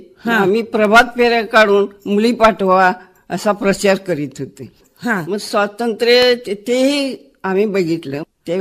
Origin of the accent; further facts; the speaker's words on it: Sagav, Maharashtra, India; also born or lived in Antari Budruk; सागाव हे माझं मूळ गाव.